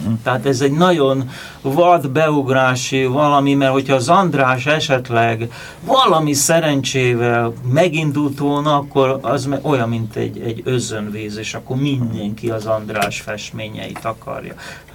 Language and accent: Hungarian; Hungary; now in United States; Tehát a kérdés az volt, hogy én elvágtam-e a gyökereket, és én már csak amerikai vagyok. Hát természetesen nem, már az is mutatja magába, hogy most is itt vagyok, és hazahoztam nagy szeretettel a filmet